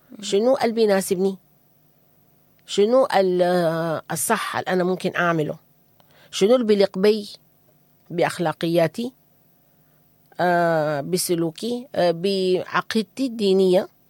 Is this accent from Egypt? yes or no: no; Sudan; هنا إحنا كسودانيين